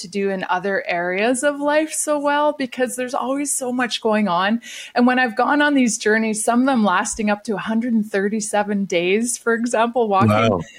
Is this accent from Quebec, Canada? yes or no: no; Winnipeg, Manitoba, Canada; I'm from Winnipeg. I don't know what a walk is." You just see so far away that you don't even think about walking there in Winnipeg.